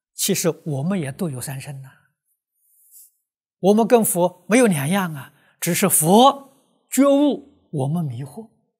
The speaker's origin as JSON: {"language": "Chinese", "country": "China", "said": "印度人称为佛陀，我们中国人称圣人啊"}